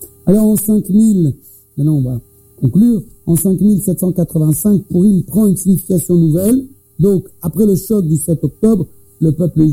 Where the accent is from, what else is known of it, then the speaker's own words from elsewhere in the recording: France; born there; Parce que je suis né en France, mais j'ai une mère qui est issue d'immigration